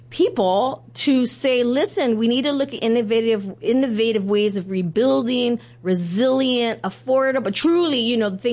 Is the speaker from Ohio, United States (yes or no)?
no; Lahaina, Hawaii, United States; the Lahaina fire occurred, and it is my hometown. I'm born and raised